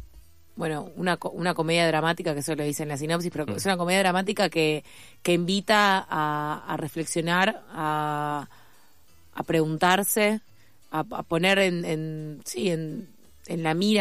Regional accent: San Isidro, Buenos Aires Province, Argentina; Yo soy de San Isidro.

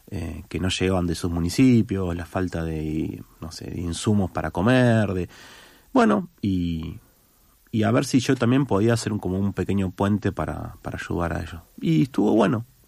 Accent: Rafael Castillo, Buenos Aires Province, Argentina; born there; salvo en el barrio donde yo nací, ahí se me complicó. Que fue el barrio donde, digamos, que todo lo que era la zona de Rafael Castillo, Morón, fue el más picante.

